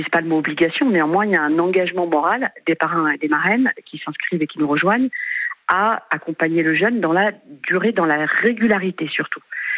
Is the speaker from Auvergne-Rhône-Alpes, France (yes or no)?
yes; Lyon, Auvergne-Rhône-Alpes, France; C'est quand même, je suis une pure lyonnaise.